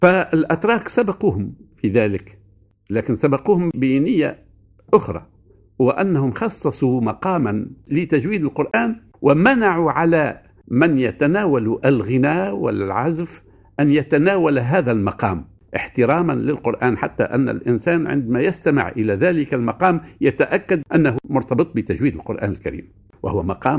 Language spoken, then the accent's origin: Arabic; Tunisia; عندنا في تونس